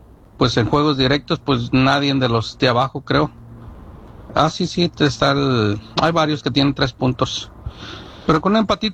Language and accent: Spanish; Mexico; hispanos, sí, o mexicanos, pues referencia a la MX, pues no somos muy unidos.